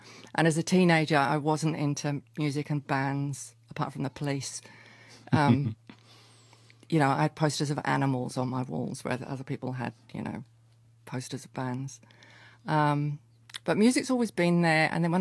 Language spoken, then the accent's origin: English; Ely, East of England, United Kingdom; I grew up in England, in rural England, in Ely, Cambridgeshire.